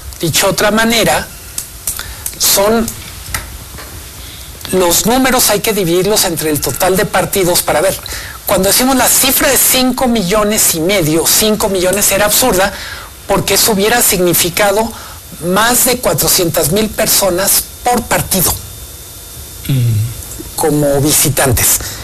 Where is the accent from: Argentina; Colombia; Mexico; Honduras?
Mexico; Guadalajara, Jalisco; Soy de Guadalajara